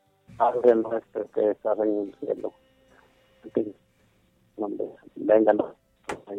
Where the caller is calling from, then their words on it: Honduras; De La Paterica